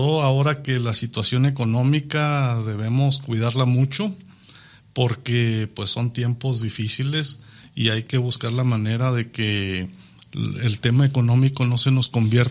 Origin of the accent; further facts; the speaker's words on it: Las Nieves, Durango, Mexico; A mí me ha ido muy bien en Durango y también en Las Nieves, que es mi pueblo.